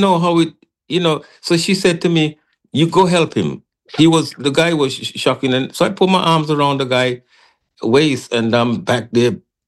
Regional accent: Montserrat; Yeah, so I grew up basically in Happy Hill.

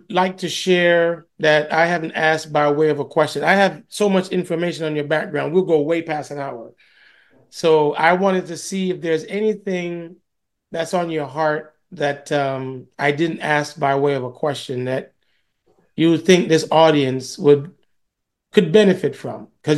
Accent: Jamaica; I'm from Jamaica and I'm old fashioned.

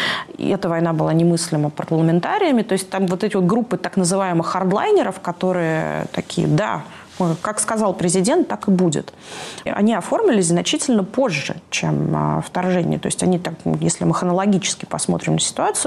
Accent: Ukraine; в моем свидетельстве о рождении написано, что я украинка, угу. потому что мы, как бы, мы вообще из советской семьи

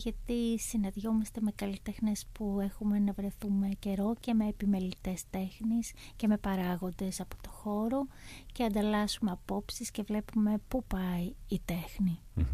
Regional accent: Central Macedonia, Greece; moved away as an adult; also born or lived in Thessaloniki / Athens; Γεννήθηκα στη Θεσσαλονίκη και μεγάλωσα σε ένα χωριό στην Σπενδάμη Πιερίας, σε ένα καπνοχώραφο θα έλεγα.

